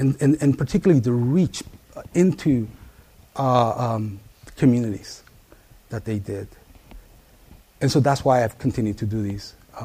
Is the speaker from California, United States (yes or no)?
yes; Oakland, California, United States; English is a second language; I grew up in East Oakland, 82nd Avenue, which is located right in the heart of East Oakland, Chernobyl, right there, right? And so my dad worked in that area, and I went to school in that area.